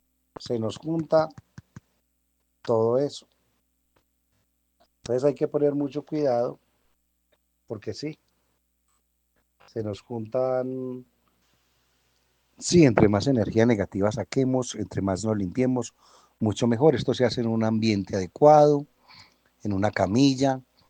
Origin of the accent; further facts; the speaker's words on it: Antioquia, Colombia; la gente más querida del mundo somos los paisas.